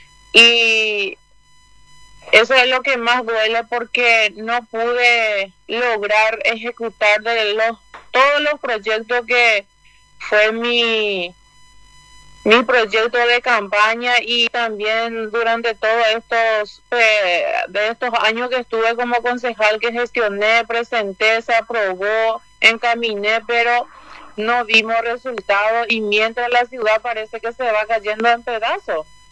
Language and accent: Spanish; José Domingo Ocampos, Caaguazú, Paraguay; born there; now in Hernandarias, Paraguay; Yo nací en José Domingo Campos, que es el municipio, último municipio de Caaguazú que linda con Juan Emilio Oleari.